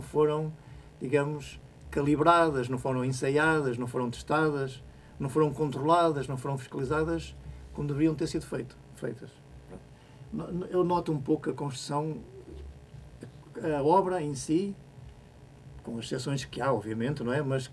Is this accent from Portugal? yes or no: yes; Portugal; Tendo eu nascido e crescido na Serra, à beira-serra, gosto muito do mar.